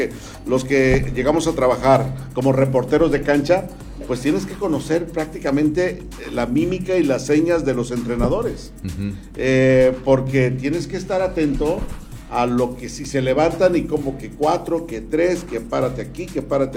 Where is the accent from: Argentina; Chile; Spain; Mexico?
Mexico; somos mexicanos